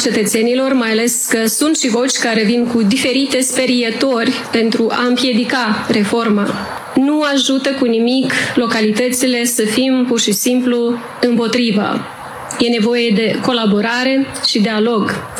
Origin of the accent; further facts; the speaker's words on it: Risipeni, Fălești District, Moldova; Eu m-am născut și am copilărit în Risipeni, Pălești.